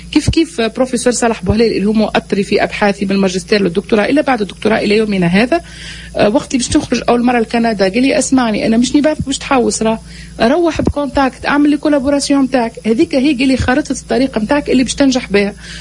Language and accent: Arabic; Gafsa, Gafsa Governorate, Tunisia; moved away as an adult; also born or lived in Tunis / Canada / Morocco; now in Saudi Arabia; نفكر نقرأ أولى ثانوي في معهد حي الشباب بقفصة